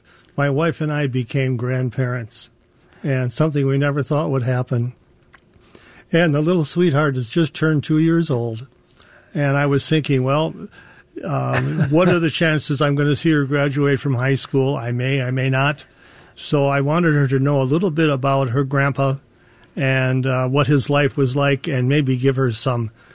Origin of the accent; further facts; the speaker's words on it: Rubicon, Wisconsin, United States; moved away; I'm just from Rubicon